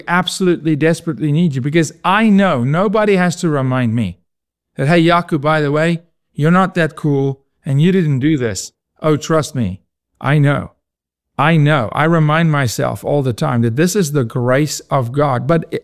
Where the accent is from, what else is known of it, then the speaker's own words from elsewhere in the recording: Johannesburg, Gauteng, South Africa; I'm from the what's called the East Rand. So think of the Bronx, because I'm from Johannesburg.